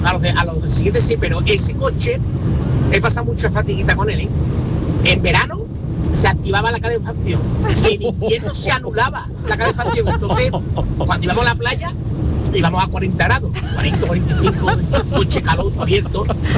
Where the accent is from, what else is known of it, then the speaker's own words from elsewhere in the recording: Seville, Andalusia, Spain; de Sevilla. Ahora voy de Burgos para Sevilla, en ruta.